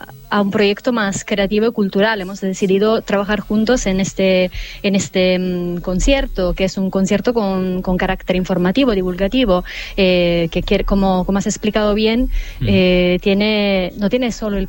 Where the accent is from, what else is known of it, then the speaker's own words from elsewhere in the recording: Italy; moved away; Porque ambos somos italianos